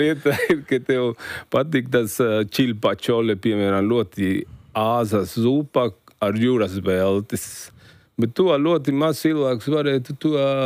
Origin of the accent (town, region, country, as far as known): Mexico; Latvian is a second language; moved away as an adult; now in Latvia